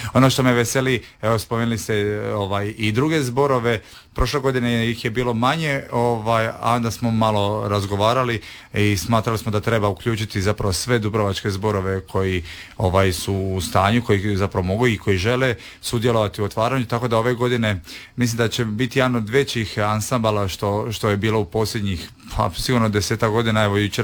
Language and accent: Croatian; Split, Split-Dalmatia County, Croatia; ja sam evo iz Splita